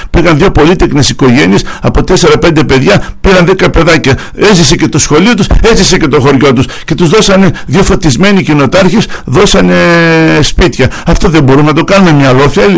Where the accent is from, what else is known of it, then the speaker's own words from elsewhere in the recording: Greece; Ξέρετε ότι σαν Έλληνες έχουμε το υψηλότερο ποσοστό ιδιωτικών δαπανών υγείας